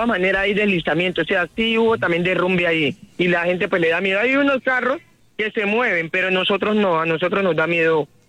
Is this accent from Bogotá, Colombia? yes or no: no; Buenaventura, Valle del Cauca, Colombia; soy de Buenaventura